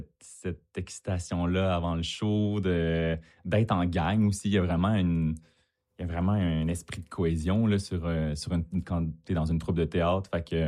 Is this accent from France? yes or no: no; Montreal, Quebec, Canada; born or raised there